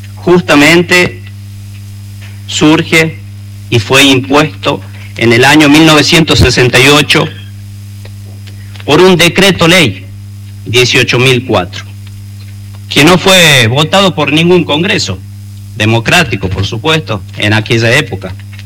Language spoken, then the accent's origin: Spanish; La Rioja, Argentina; alzar nuestra voz como riojanos y como representante de nuestro departamento, General Felipe Varela, que es un territorio del oeste riojano